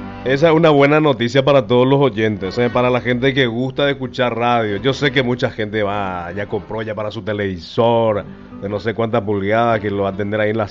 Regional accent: Paraguay; Así somos los paraguayos, ¿verdad?

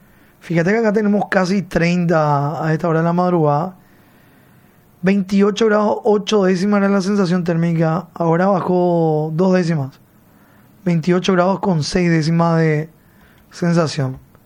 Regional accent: Pedro Juan Caballero, Amambay, Paraguay; Soy de Pedro Juan

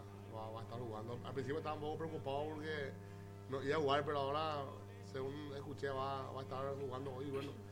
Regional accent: Paraguay; Estamos firmes, sueltos como paraguayos. Y más aún en un día muy importante para la raza guaraní, ¿verdad?

